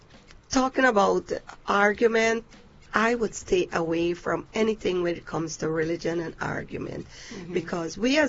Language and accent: English; Guyana; moved away; I'm from Guyana, by the way, and we lived among every religion, and we all get along so well.